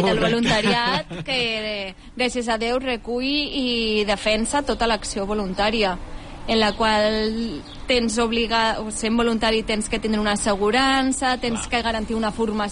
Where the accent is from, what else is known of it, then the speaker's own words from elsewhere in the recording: Valencian Community, Spain; A veure, és que, bueno, sóc valenciana